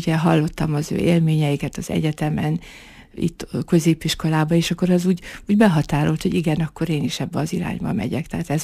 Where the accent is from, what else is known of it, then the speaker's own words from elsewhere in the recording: Tiszapalkonya, Borsod-Abaúj-Zemplén, Hungary; Tiszapalkonyán születtem